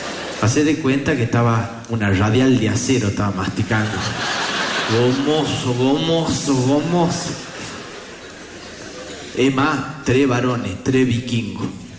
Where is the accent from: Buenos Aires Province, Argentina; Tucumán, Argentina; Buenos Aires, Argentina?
Tucumán, Argentina; Famaillá; Y yo me iba de Famaillá, mi pueblo, a Montero, que queda 15 kilómetros.